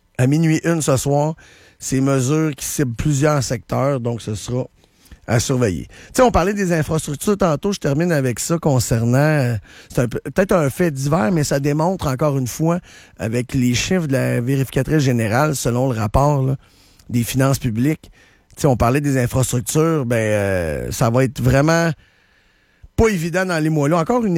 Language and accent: French; Canada; en tant que Canadien